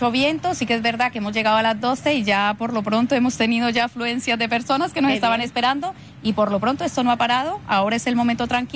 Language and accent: Spanish; Colombia; Yo soy colombiana.